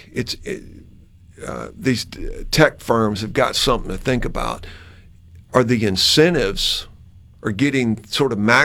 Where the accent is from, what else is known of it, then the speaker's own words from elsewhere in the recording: Mississippi, United States; I mean, look, I'm from Yazoo County.